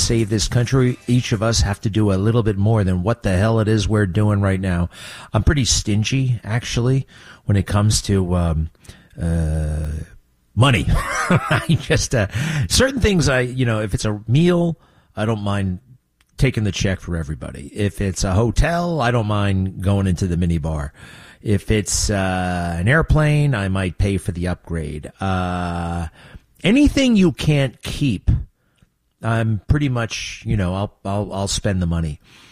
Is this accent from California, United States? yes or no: no; Nassau County, New York, United States; I grew up in Nassau County.